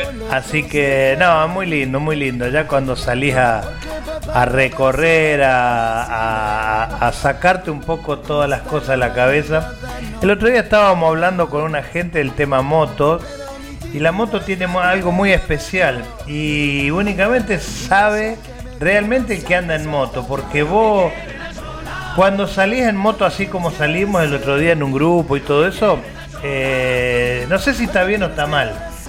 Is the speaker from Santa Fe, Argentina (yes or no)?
yes; Santa Fe, Argentina; now in Rosario, Argentina; salí de acá de Rosario para... Para Cañada Rojín, que es el acá de mi pueblo natal.